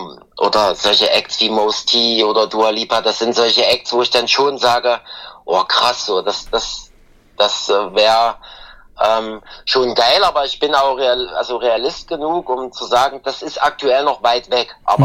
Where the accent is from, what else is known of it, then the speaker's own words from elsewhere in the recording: Erfurt, Thuringia, Germany; dass ich irgendwann mal in meiner Heimatstadt in Erfurt eine eigene Show auf dem Domplatz in Erfurt spiele und die ausverkauft ist.